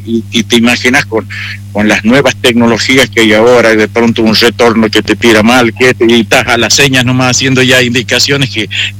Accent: La Rioja, Argentina; que nos habla de nuestro pueblo, que nos habla de qué sentimos nosotros las personas como riojanos y como país también.

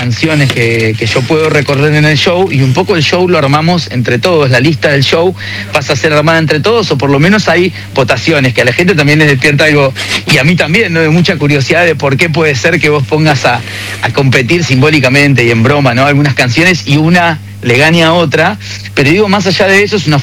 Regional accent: Buenos Aires, Argentina

